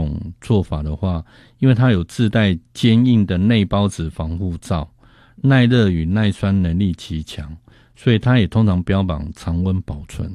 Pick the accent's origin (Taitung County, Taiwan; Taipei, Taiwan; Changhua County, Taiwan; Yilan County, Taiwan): Taipei, Taiwan; Wanhua; 哦，我的老家在万华，